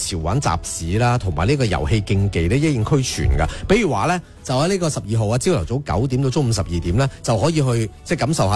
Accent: Guangdong, China; 我哋老广

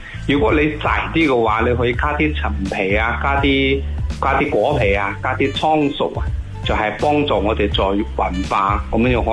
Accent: Foshan, Guangdong, China

